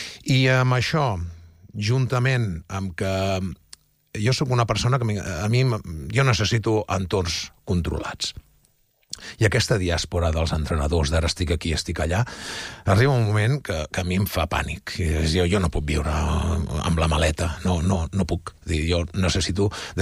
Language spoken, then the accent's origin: Catalan; Mataró, Catalonia, Spain; nosaltres som de Mataró